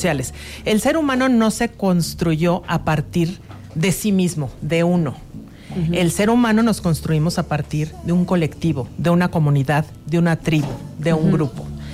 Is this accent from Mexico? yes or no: yes; Mexico; como mexicanos y en este país